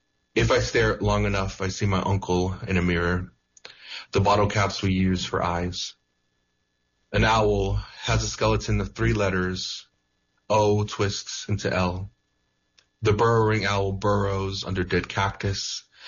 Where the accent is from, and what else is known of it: Gallup, New Mexico, United States; born or raised there